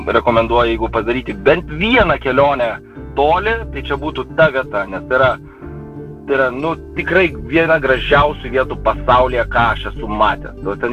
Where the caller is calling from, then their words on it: Vilnius, Vilnius County, Lithuania; Iš Vilniaus.